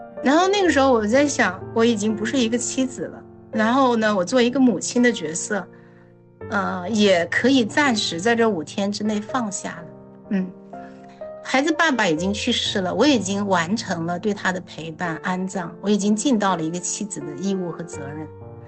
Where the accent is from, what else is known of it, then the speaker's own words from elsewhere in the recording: Henan, China; moved away; 河南的历史我是熟悉的。所以在家乡呢